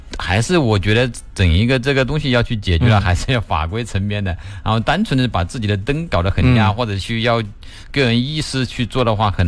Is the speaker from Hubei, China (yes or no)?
yes; Hubei, China; now in Guangdong, China; 实际上我们广东地区开这种远光灯的几率还不大，但是我如果我回老家，我是湖北人，